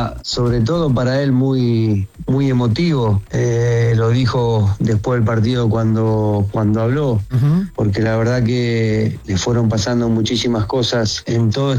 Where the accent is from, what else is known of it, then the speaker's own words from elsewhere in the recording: Argentina; en primera persona y después soñamos todos nosotros como argentinos.